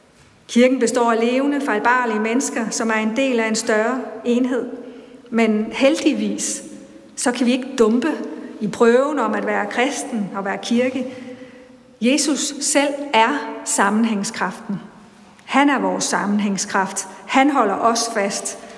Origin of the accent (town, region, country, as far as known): Bangladesh; born or raised there